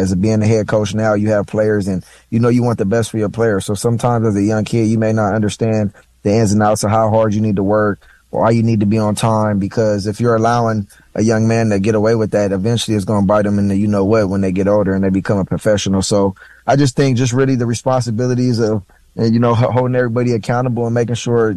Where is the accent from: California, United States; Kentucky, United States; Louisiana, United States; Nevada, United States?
California, United States; Los Angeles; USC was right there in my backyard. I grew up in the Crenshaw District, and, you know, that was literally in my backyard, and I feel like I had to get away from home and grow up on my own.